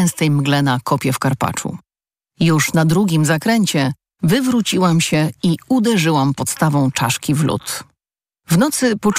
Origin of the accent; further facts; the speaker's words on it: Warsaw, Masovian Voivodeship, Poland; Urodziłam się i wychowałam w Warszawie, gdzie najwyższym wzniesieniem jest Górka Szczęśliwicka o wysokości 152 metrów nad poziomem morza.